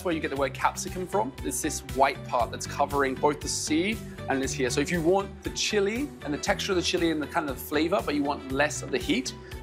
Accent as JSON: {"language": "English", "country": "Australia", "said": "Because I come from Australia, And in Australia, we're quite a young country."}